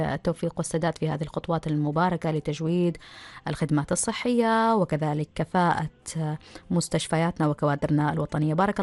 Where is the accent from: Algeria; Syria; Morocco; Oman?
Oman; عندنا في سلطنة عمان